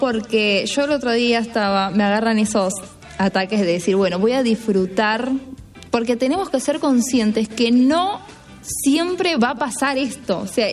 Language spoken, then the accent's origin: Spanish; San Martín, Buenos Aires Province, Argentina; yo soy de San Martín. Y digo, sobre la misma calle que Enzo Fernández.